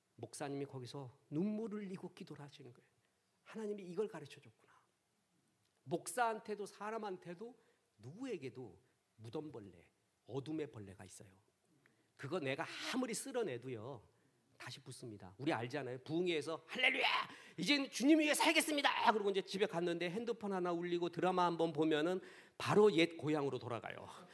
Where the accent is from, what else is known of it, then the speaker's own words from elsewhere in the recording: Seoul, South Korea; 저는 서울에서 태어나고 자랐습니다. 전형적인 시티보이입니다. 그런데 시골을 좋아했죠. 그래서 시골에서 살기도 하고 방학만 되면 살고.